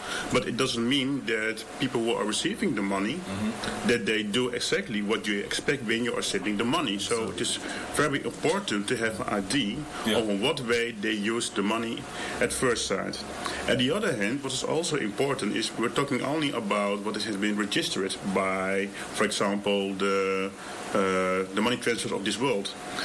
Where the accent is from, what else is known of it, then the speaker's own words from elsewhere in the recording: Suriname; I'm from Suriname, but I also have family in the Antilles.